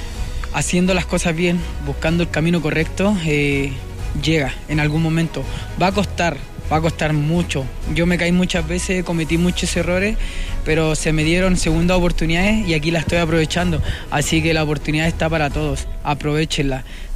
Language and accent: Spanish; Arica, Arica y Parinacota, Chile; now in Antofagasta, Chile; Yo soy de la ciudad de Arica, pero vivo actualmente en Antofagasta.